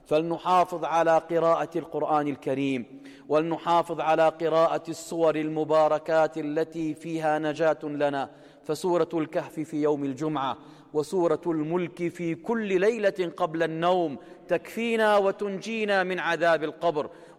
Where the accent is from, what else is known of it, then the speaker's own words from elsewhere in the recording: Jordan; بلدنا الأردن